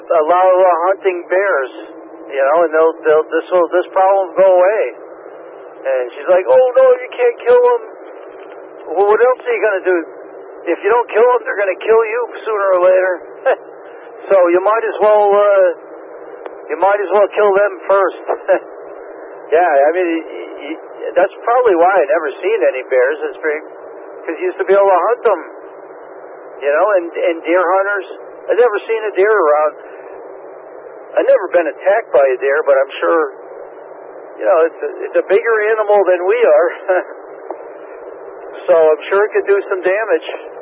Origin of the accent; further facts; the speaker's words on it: Wallingford, Connecticut, United States; I grew up in Wallingford, and it was just my backyard was just woods for miles and miles and miles.